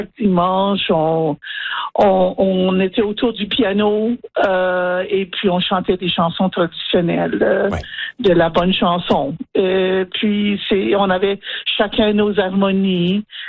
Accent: Saskatchewan, Canada; on est des Françaisquois, puis c'est quoi un Françaisquois? Alors on a beaucoup, beaucoup fait pour conscientiser, je pense, les masses au fait que le français ne s'arrêtait pas au Manitoba. Il y avait aussi en Saskatchewan.

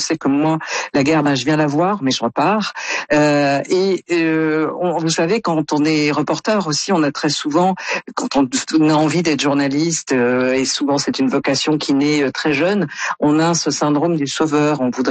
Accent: France; quand on est Canadien ou comme moi français

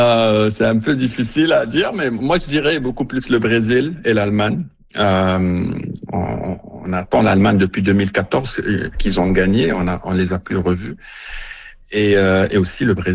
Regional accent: Morocco; d'où mon origine, je suis marocain, mais aussi je vais mentionner un peu le rêve marocain

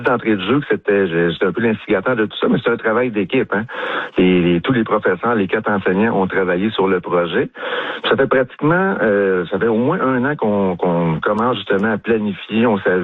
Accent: Nicolet, Quebec, Canada; Moi, je suis originaire de Nicolet. Je suis passé devant des milliers de fois.

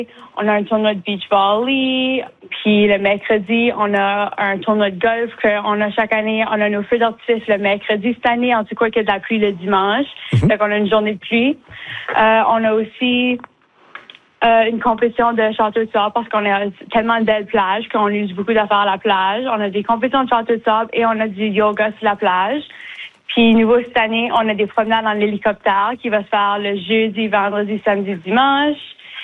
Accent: Bathurst, New Brunswick, Canada; je suis née à Bathurst, j'ai grandi ici, fait toute ma vie

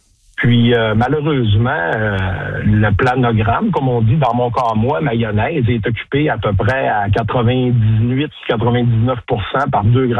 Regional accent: Quebec, Canada; on est ici, on est Québécois

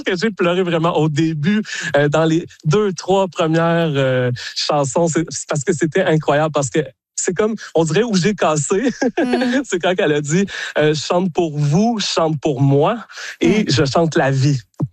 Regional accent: Quebec, Canada; en tant que Québécois, ben, on s'attendait à des chansons en français aussi.

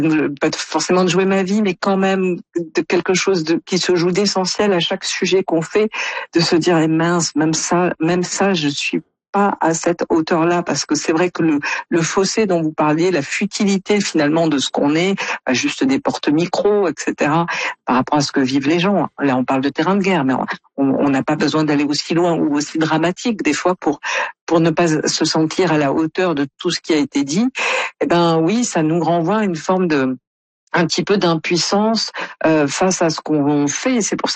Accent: France; quand on est Canadien ou comme moi français

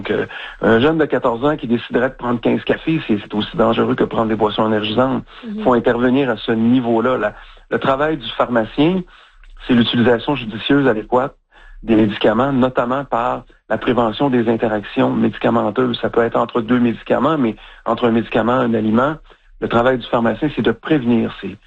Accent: Quebec, Canada; chez nous au Québec

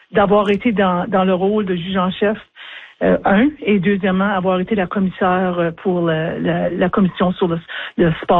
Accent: Timmins, Ontario, Canada; now in Ottawa, Canada; je suis native du nord de l'Ontario. J'ai vécu toute ma vie à Timmins, qui est quand même pas trop loin de North Bay.

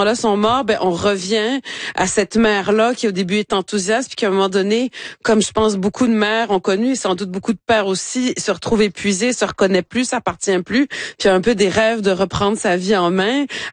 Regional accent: Saguenay, Quebec, Canada; mais je suis née au Saguenay, à Chicoutimi, j'ai grandi ici, je parle, ben, comme elle, on y reviendra, mais comme elle, je parle pas l'arabe.

